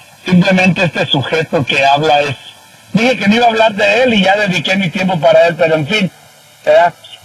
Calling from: Sacramento, California, United States; Buen día, Andreina. Aquí de Sacramento.

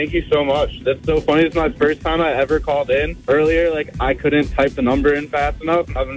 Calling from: Kalamazoo, Michigan, United States; I'm calling from Kalamazoo.

